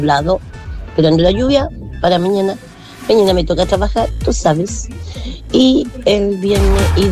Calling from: Peña Blanca, Valparaíso, Chile; de Peña Blanca.

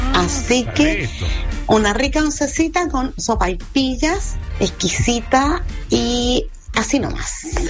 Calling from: Valparaíso, Chile; de Curauma, acá ya está lloviendo.

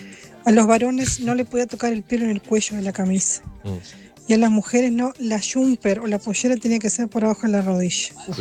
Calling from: Uruguay; Te hablo de Uruguay … de Uruguay.

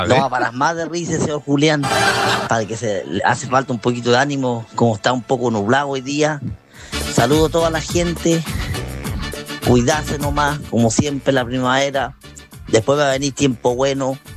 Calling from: Lautaro, Araucanía, Chile; de Lautaro.

